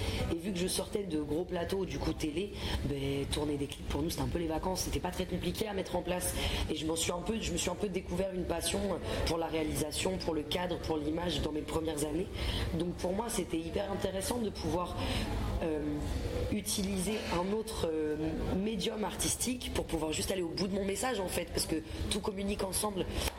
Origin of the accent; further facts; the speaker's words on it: France; je suis un projet francophone, je suis française.